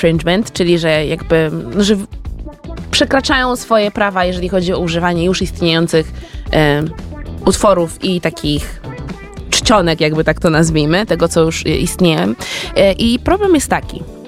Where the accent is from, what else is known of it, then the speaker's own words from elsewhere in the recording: Warsaw, Masovian Voivodeship, Poland; jestem warszawianką